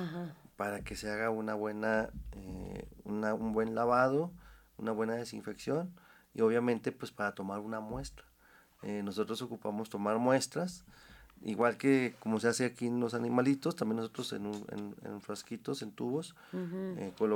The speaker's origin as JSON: {"language": "Spanish", "country": "Mexico"}